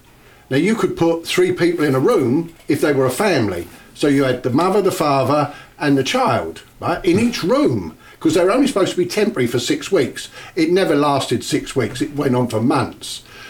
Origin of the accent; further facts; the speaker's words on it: London, United Kingdom; I was brought up in Bermondsey. My dad was Irish, road worker. Mum was a Hungarian Jew.